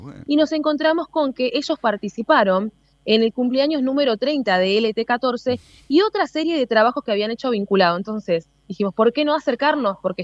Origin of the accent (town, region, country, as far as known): Santa Fe, Argentina; born or raised there; now in Paraná, Argentina